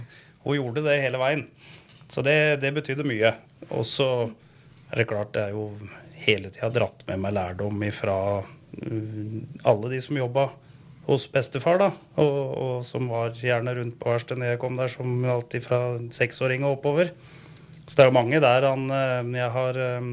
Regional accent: Uvdal, Buskerud, Norway; vi vokste jo opp i Uvdal med langt til de aller fleste jamngamle, så jeg har vokst opp med storesøster

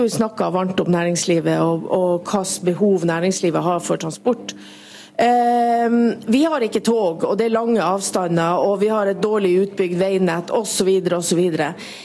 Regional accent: Sørøya, Finnmark, Norway; Jeg kommer fra Sørøya, som ligger helt vest i Finnmark

